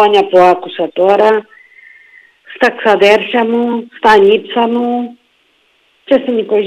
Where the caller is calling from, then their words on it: Apostoloi, Crete, Greece; Στο χωριό μου